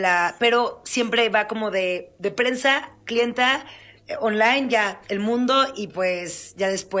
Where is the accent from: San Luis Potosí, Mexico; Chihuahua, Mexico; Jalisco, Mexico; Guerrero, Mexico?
San Luis Potosí, Mexico; also born or lived in London, United Kingdom; now in Mexico City, Mexico